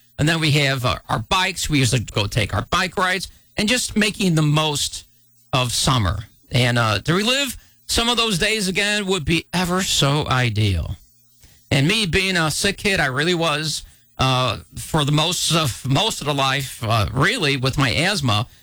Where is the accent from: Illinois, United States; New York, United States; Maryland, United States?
Illinois, United States; Chicago; my hometown of Chicago